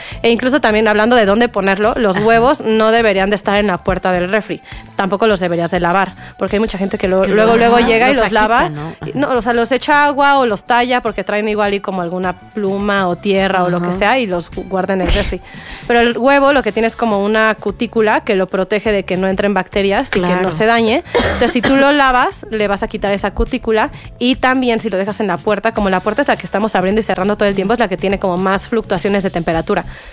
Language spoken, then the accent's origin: Spanish; Querétaro, Mexico; Yo soy de Querétaro y justo vengo aquí de visita.